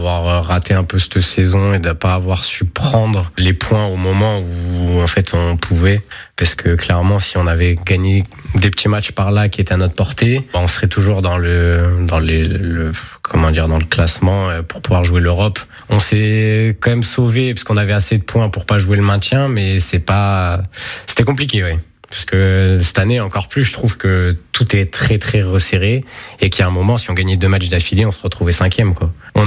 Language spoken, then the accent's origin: French; Lyon, Auvergne-Rhône-Alpes, France; moved away; Moi, je suis de Lyon